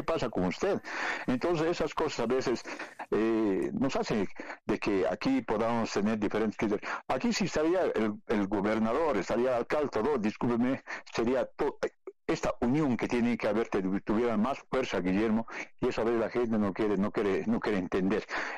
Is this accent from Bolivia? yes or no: yes; Potosí, Bolivia; hay que ser como buenos potosinos y como dignos potosinos.